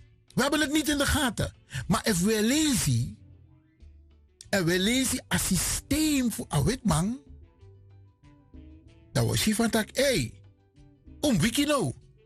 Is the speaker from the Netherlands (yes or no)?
no; Suriname; ik ben geen Afrikaan, ik ben een Surinamer.